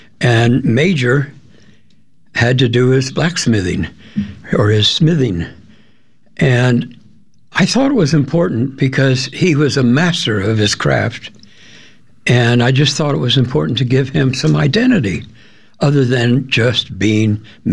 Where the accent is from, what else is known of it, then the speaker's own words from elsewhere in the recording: Cincinnati, Ohio, United States; I grew up in Cincinnati, Ohio